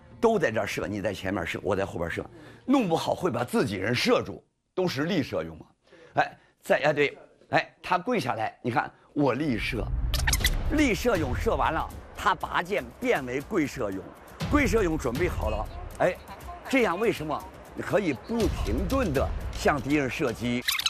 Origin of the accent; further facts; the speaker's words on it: Shaanxi, China; 就像我们陕西人，就像我们西北人，很粗犷。